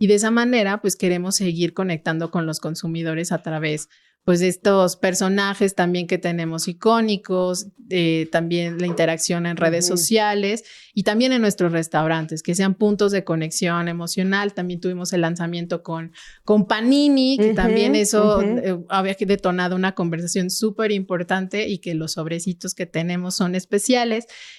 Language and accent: Spanish; Mexico; yo como mexicana